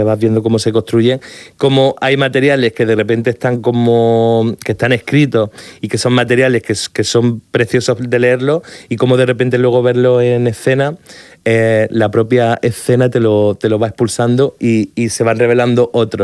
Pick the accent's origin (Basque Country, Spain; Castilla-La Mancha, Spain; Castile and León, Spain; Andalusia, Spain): Andalusia, Spain; Jaén; now in Murcia, Spain; Porque yo soy de Jaén, digo, pero mi corazón también está en Murcia, claro, me tiré muchos años viviendo aquí y para mí es como escasa venir a Murcia siempre.